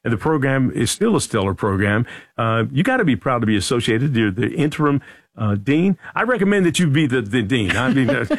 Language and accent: English; Philadelphia, Pennsylvania, United States; I went to Dickinson College in Carlisle, Pennsylvania. I'm from Philly, and I was there for a couple of years.